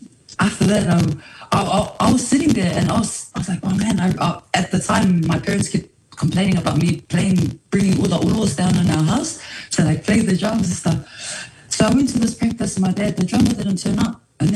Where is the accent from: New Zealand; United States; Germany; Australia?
New Zealand; born there; I'm Samoan for Samoan. I was born here, Kiwi, Samoan. I was born in the south side. And also, my dad is from Whareratai in Lohuali, and my mom is in from Afena and Bali.